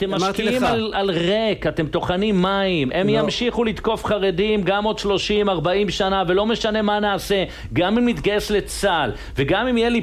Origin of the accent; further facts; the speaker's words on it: Jerusalem, Jerusalem District, Israel; אני בתור ילד ירושלמי, זוכר את ההפגנות בבר אילן